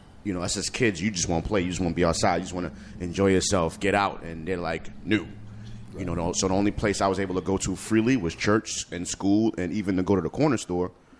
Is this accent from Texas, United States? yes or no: no; New York City, New York, United States; 169th, like you said, Washington Avenue, really tough neighborhood. They call my block the 9, not from 169th, but... Unfortunately, the 9, you know, due to gun violence, due to negativity. And that's, you know, the environment that I grew up in.